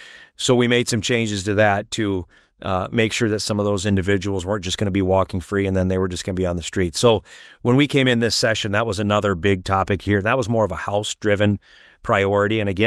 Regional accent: Iowa, United States; They want to grow up, I think, the way I grew up here in Iowa. In the 80s and the 90s

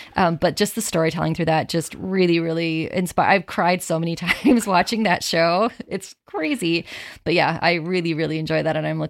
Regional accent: Chicago, Illinois, United States; accent: Chicago; I'm so sorry, my Chicago accent.

